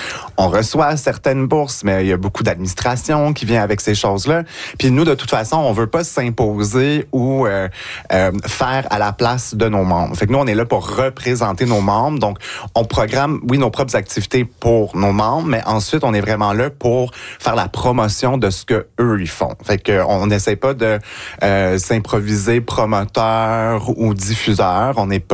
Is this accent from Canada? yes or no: yes; Gatineau, Quebec, Canada; je viens proche d'Ottawa.